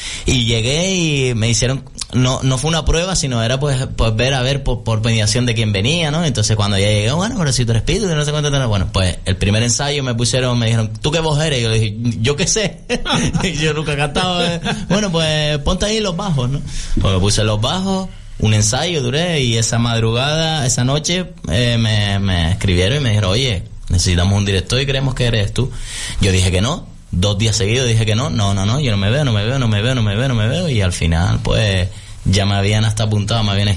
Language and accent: Spanish; Telde, Canary Islands, Spain; moved away as an adult; also born or lived in Lanzarote; nos conocíamos de toda la vida de Telde, sobre todo la gente de La Majadilla, que me crié en La Majadilla